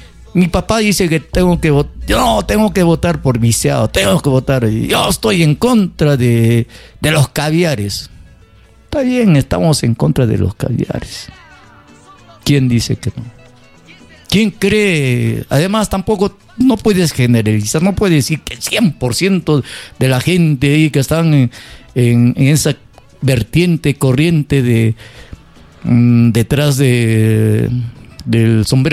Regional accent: Arequipa, Peru; born there; la desgracia que pasamos como peruanos, como arequipeños.

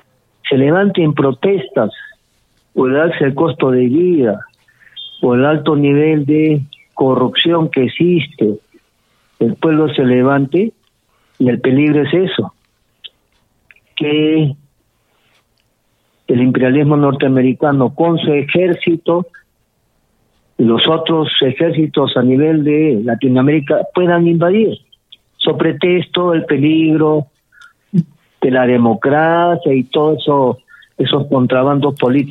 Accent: Peru; nuestros propios problemas como peruanos, peruanas

